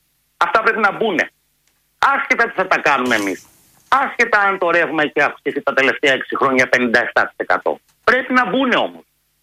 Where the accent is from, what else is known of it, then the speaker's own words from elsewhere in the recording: Central Greece, Greece; όπως έχει γίνει στο Εύρο, στον Εύρο, στην πατρίδα μου την Εύβοια.